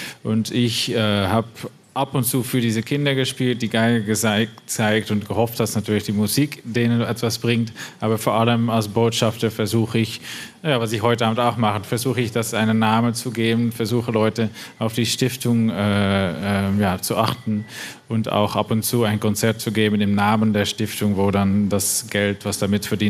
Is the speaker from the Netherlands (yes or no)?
yes; Rotterdam, South Holland, Netherlands; German is a second language; ich komme aus den Niederlanden, ich komme aus Rotterdam